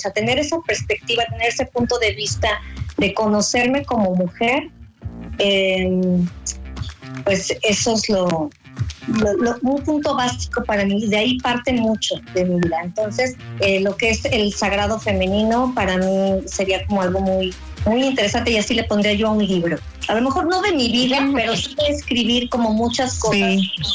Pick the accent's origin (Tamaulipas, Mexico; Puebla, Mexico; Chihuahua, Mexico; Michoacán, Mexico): Puebla, Mexico; yo soy una mujer poblana, tengo 53 años